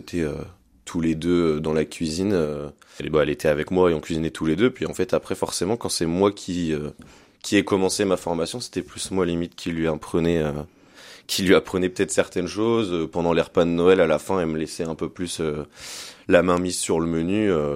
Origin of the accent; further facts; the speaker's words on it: Levet, Centre-Val de Loire, France; Donc, moi, je viens du coup avec mon frère. On vient de Levé, donc c'est dans le Cher, à côté de Bourges.